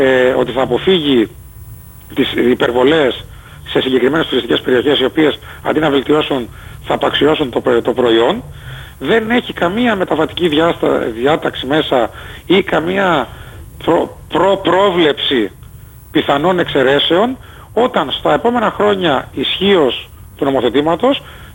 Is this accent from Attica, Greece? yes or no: no; Zakynthos, Ionian Islands, Greece; κάποια στιγμή εγώ σαν Ζακυνθινός πολίτης θα ήθελα να ξεκαθαρίσει αυτό το έρμο, το πλάτωμα του Ναυαγίου, για το πώς θα το διαχειριζόμαστε.